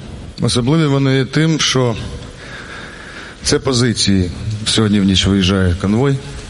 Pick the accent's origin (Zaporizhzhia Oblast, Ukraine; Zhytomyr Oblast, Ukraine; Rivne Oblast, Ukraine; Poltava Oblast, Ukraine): Zaporizhzhia Oblast, Ukraine; Zaporizhzhia; ця дата співпадає з днем народження мого рідного міста Запоріжжя